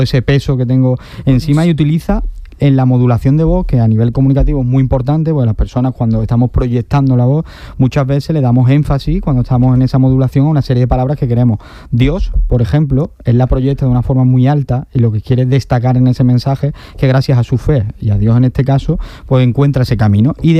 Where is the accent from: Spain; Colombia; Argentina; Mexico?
Spain; como españoles creo que hemos disfrutado algo